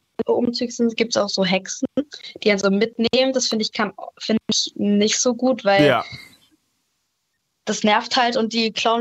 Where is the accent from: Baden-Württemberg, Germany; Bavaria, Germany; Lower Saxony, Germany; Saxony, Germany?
Baden-Württemberg, Germany; Also, ich komme ursprünglich aus Baden-Württemberg.